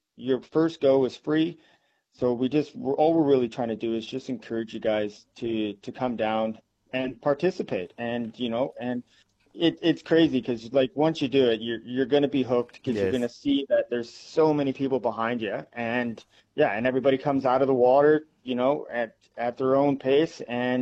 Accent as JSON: {"language": "English", "town": "Squamish", "region": "British Columbia", "country": "Canada", "moved": "yes", "lives_now": "Geraldton, Australia", "said": "I'm originally from Squamish, British Columbia."}